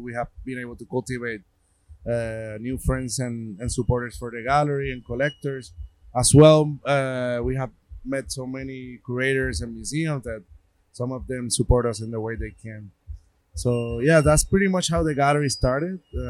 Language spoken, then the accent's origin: English; Puerto Rico; accent: Puerto Rican